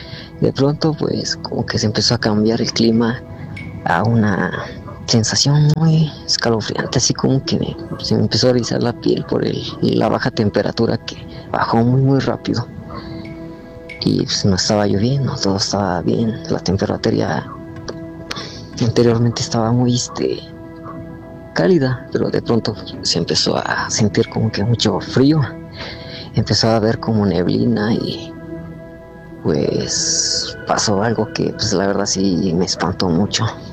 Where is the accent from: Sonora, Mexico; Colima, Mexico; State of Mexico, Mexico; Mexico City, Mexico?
State of Mexico, Mexico; Toluca; Soy de Toluca y no daré muchos detalles donde ocurrió esto